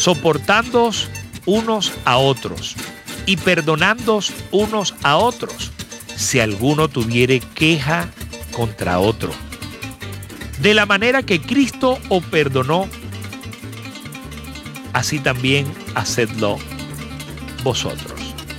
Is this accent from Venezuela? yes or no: yes; San Carlos, Cojedes, Venezuela; el de Barrio Nuevo, el de San Carlos, con mucho orgullo y con mucho cariño.